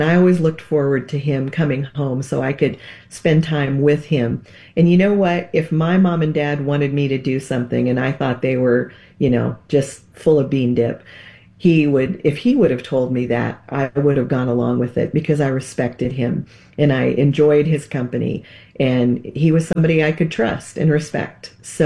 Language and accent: English; Nebraska, United States; I grew up in Nebraska in a small town around all of my cousins and aunts and uncles.